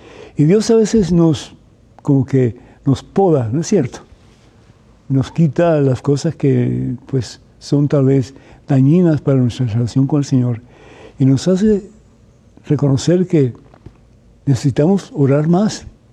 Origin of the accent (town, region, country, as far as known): Cuba; moved away